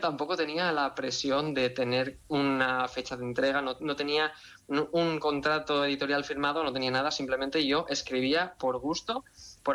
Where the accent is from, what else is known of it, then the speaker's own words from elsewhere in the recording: Tavernes de la Valldigna, Valencian Community, Spain; yo todo lo que escribía estaba ambientado en Tavernes de la Valldigna, en mi pueblo de Valencia